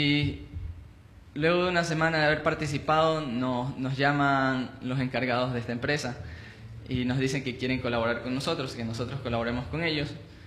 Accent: Jaramijó, Manabí, Ecuador; Yo soy de Jaramijó. Tengo 26 años

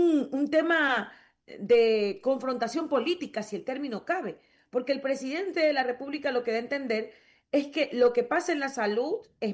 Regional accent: Quinindé, Esmeraldas, Ecuador; de la ciudad donde soy, de Quinindé

